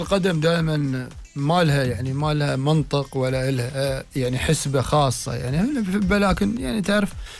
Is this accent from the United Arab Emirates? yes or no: yes; United Arab Emirates; ان انا كإماراتي ادافع عن منتخبي واشجع منتخبي